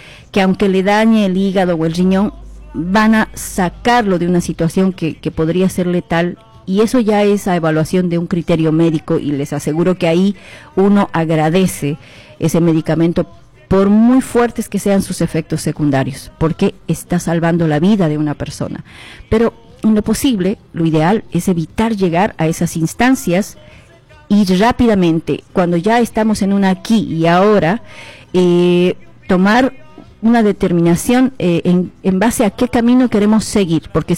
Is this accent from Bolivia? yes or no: yes; Bolivia